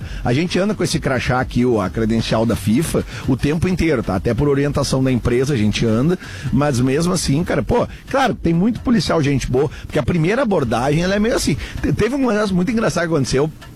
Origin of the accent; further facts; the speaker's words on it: Porto Alegre, Rio Grande do Sul, Brazil; eu sou do sul do Brasil, de Porto Alegre.